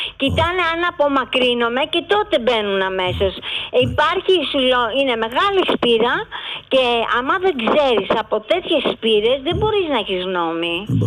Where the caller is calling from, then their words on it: Greece; Εντάξει, είμαι Ελληνίδα, είμαι στην πατρίδα μου